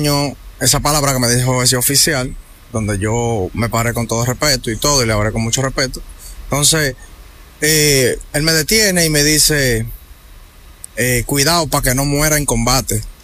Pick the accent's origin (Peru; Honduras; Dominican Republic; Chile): Dominican Republic; moved away; yo soy dominicano que vivo en el extranjero y voy a mi país de vacaciones